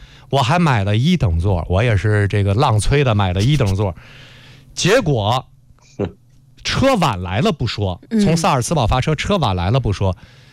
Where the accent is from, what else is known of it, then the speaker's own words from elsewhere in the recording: China; 这在我们中国人坐火车，尤其是我坐高铁相对多一些，难以想象。